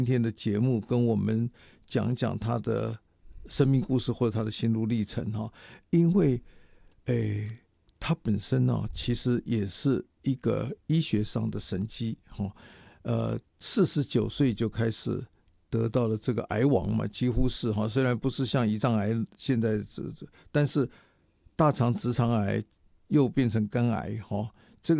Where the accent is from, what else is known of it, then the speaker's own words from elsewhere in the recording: Taiwan; 身为台湾人啊，中华民国在台湾啊